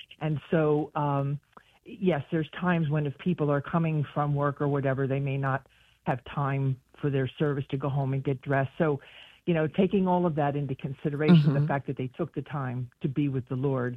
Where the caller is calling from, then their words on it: North Wales, Pennsylvania, United States; I'm calling from North Wales, Pennsylvania.